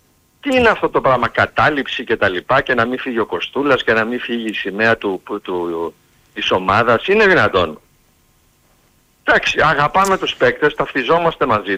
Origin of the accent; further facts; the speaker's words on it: Thessaloniki, Central Macedonia, Greece; επειδή είμαι από Θεσσαλονίκη